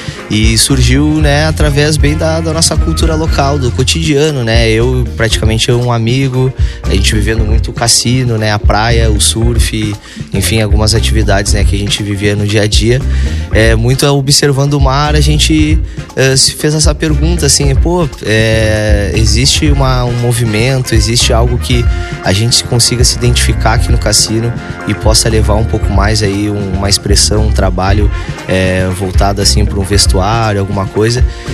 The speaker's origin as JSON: {"language": "Portuguese", "town": "Rio Grande", "region": "Rio Grande do Sul", "country": "Brazil", "tie": "born or raised there", "also_born_or_lived": "Alegrete"}